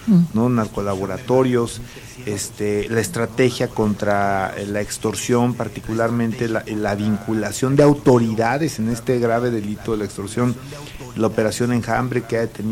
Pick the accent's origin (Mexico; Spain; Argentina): Mexico